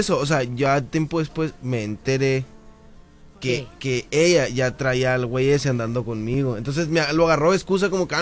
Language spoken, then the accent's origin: Spanish; Hermosillo, Sonora, Mexico; yo soy de Hermosillo, ajá, pues no, o sea, y ya te digo que fui para Tijuana.